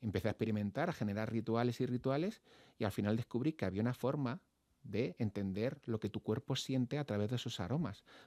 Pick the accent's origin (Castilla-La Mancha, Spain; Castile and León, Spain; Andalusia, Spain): Castilla-La Mancha, Spain; La Tempranillo, yo que soy de La Mancha, pues me recuerda a mi tierra, ¿no? Tengo raíces